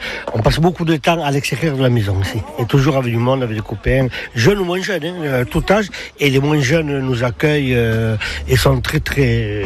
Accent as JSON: {"language": "French", "town": "Mauléon", "region": "Nouvelle-Aquitaine", "country": "France", "said": "je suis de Mauléon et je suis le trésorier de la pelote."}